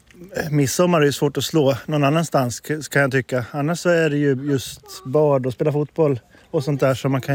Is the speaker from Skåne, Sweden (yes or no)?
no; Siljansnäs, Dalarna County, Sweden; now in Linköping, Sweden; jag är uppvuxen på Björkberget, gick i skolan här. Och sen har jag flyttat vidare till Linköping och bor där nu för tiden.